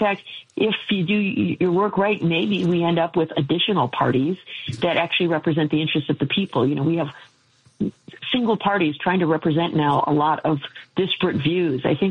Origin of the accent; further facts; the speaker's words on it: Michigan, United States; Many states, including my home state of Michigan, have created independent citizens councils that decide redistricting.